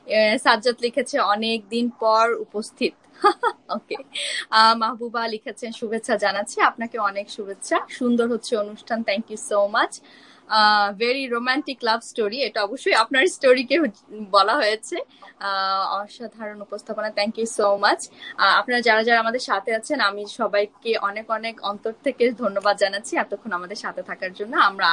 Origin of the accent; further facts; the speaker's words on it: Bangladesh; moved away; যেমন আমার ছোটবেলা থেকে আমি যখন বাংলাদেশে ছিলাম, বড় হয়েছি